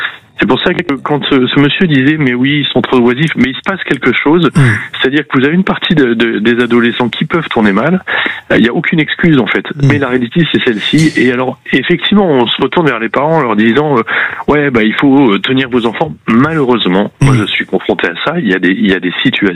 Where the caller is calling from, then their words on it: Bordeaux, Nouvelle-Aquitaine, France; Je suis à Bordeaux depuis hier soir. Enfin, j'habite Bordeaux